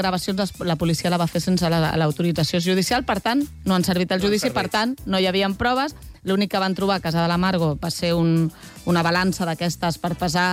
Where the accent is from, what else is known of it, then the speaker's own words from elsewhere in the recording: Catalonia, Spain; Com som els catalans, que ens contentem, eh?